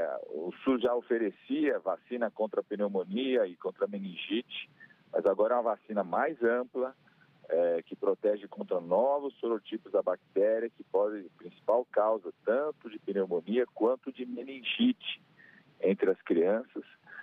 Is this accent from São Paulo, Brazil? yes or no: yes; São Paulo, Brazil; Hoje eu estou aqui em São Paulo, na região do Campo Limpo, é uma região onde eu cresci